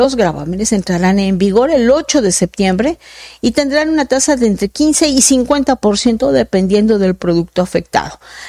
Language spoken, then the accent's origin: Spanish; Mexico; nosotros como mexicanos